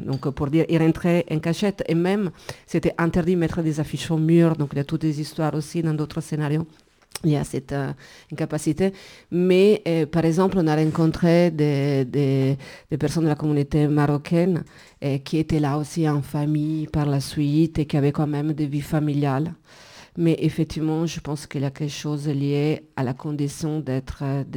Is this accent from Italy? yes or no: yes; Italy; C'est pas parce que je suis italienne.